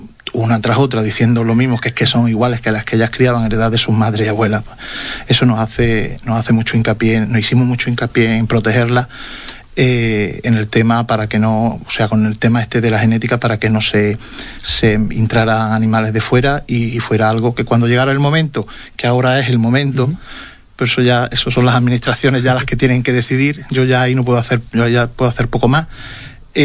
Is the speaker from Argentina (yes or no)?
no; Spain